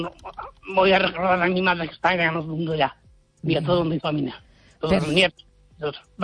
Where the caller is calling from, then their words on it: Galicia, Spain; Yo soy gallego y soy de otros.